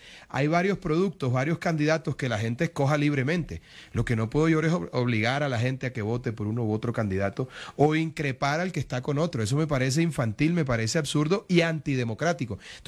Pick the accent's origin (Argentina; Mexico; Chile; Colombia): Colombia; Caribbean Region; soy un hombre del Caribe. Y nosotros en el Caribe somos afables, somos cariñosos, somos extrovertidos.